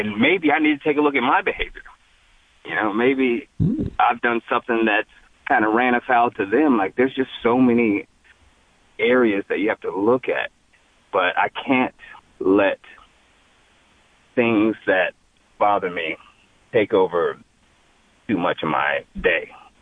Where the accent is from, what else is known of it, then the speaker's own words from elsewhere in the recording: Juneau, Alaska, United States; moved away; also born or lived in New York / New Jersey / Texas; I grew up in Juneau, Alaska. Like, I lived in New York, Jersey, Texas